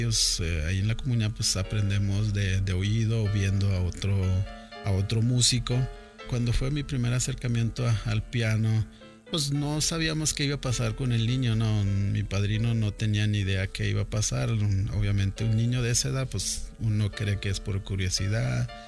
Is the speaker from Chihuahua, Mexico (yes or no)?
yes; Retosachi, Chihuahua, Mexico; Soy de Retosachi, en Batopilas, 12 horas más o menos desde la capital, aquí en Chihuahua. Estuve ahí en la comunidad con mis papás hasta los 12 años